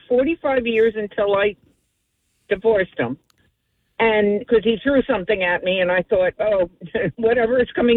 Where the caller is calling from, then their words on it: Trenton, New Jersey, United States; I am in Trenton, where I am living, and I am a senior citizen, 79